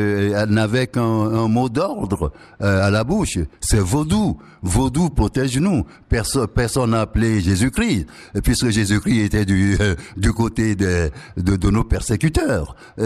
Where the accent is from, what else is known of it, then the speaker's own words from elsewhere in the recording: Togo; moved away; j'ai quitté le Togo pays colonisé. Et quand je suis revenu 12 ans plus tard dans ce pays indépendant, je ne comprenais pas. On m'a dit que mon pays était indépendant